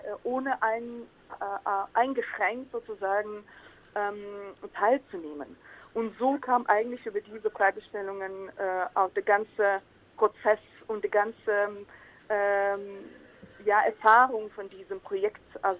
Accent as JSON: {"language": "German", "country": "Ukraine", "tie": "born or raised there", "second_language": "German", "moved": "yes", "said": "ich habe als Kind in der Ukraine, als ich dann noch die Ukraine ganz, ganz junge Staat war, ich habe mit anderen Mädchen aus meinem Nachbarschaft auch Modenschauen organisiert."}